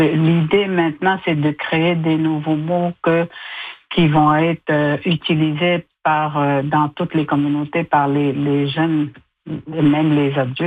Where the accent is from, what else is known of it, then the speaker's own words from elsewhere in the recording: Canada; first language Innu; French is a second language; avec l'Innu Aimun dans le ventre de ma mère. Ma mère parlait l'Innu, mon père aussi, mes grands-parents. Et j'ai appris le français à 6 ans, en première année.